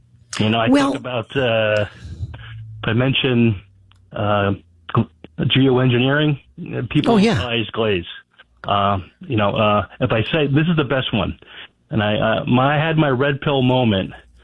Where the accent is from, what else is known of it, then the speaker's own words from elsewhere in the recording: New Jersey, United States; I said, I'm not from Florida. I'm actually like your beloved. I'm from the Jersey Shore.